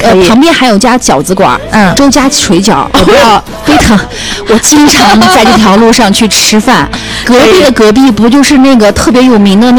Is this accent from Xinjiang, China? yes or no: yes; Urumqi, Xinjiang, China; 因为我从小在南山长大